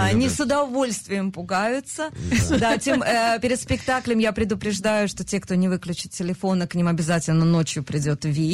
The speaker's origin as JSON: {"language": "Russian", "country": "Uzbekistan", "moved": "yes", "said": "Вот мы из Узбекистана"}